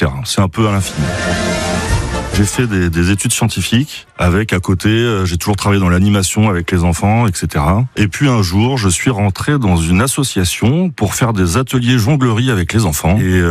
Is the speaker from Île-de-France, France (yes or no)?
yes; Île-de-France, France; born there; moved away as an adult; now in Le Mans, France; j'ai 49 ans, je suis né en région parisienne dans le 92 et j'habite au Mans depuis environ 4 ans maintenant.